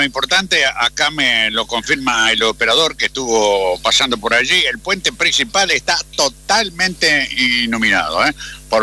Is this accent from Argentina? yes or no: yes; Argentina; es a causa de cómo somos los argentinos